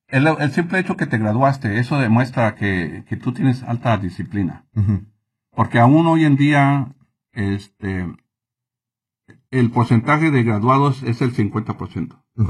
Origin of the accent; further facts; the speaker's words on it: Mexico; moved away; Siendo mexicano, siendo primera generación, siendo alguien que creció humildemente